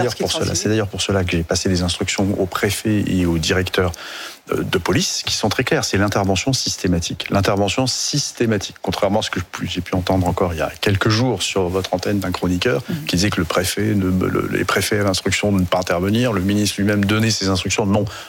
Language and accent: French; Centre-Val de Loire, France; un polygone militaire que je connais bien, puisque je suis originaire du département du Cher. Je connais bien cette zone.